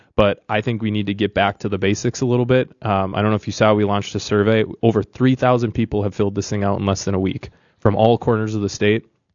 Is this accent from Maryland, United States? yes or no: no; West Fargo, North Dakota, United States; I grew up in West Fargo.